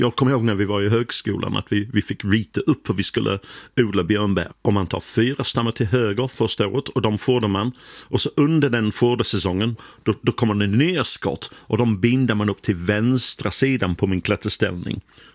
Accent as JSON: {"language": "Swedish", "region": "England", "country": "United Kingdom", "tie": "born or raised there", "lives_now": "Sweden", "said": "Ingmar Stenmark, han var ändå en hjälte för mig när jag var liten i England och kollade på skidåkning på lördag eftermiddag."}